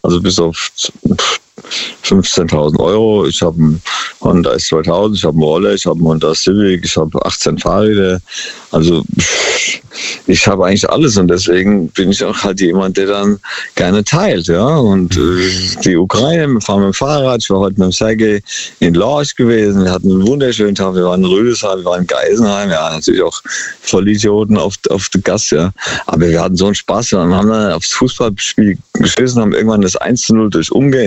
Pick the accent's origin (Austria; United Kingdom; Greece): Greece; Crete; auf Kreta, meine Heimat eigentlich